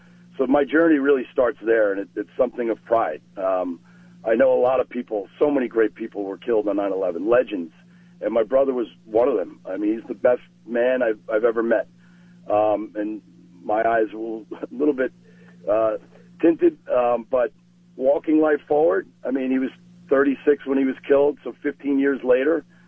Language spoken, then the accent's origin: English; New York, United States; now in Chicago, United States; I mean, I kind of broke my mom's heart when I moved away from New York.